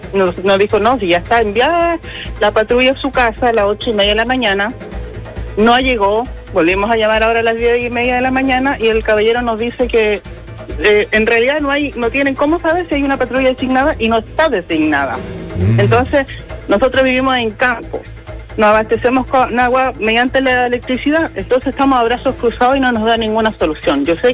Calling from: Osorno, Los Lagos, Chile; Estoy llamando desde Osorno, de un pueblito cercano a Cancura, directamente en Los Maitenes.

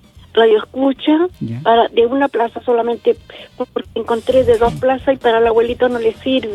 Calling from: Chiguayante, Biobío, Chile; De acá, de Chiguayante, señor.

